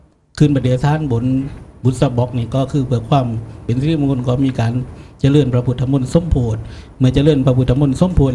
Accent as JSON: {"language": "Thai", "region": "Songkhla", "country": "Thailand", "said": "ในฐานะเราเป็นชาวสงขลา"}